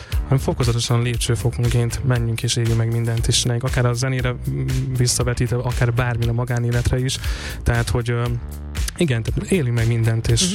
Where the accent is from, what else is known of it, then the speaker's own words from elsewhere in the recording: Békés, Hungary; ugye a Békés megyéből származom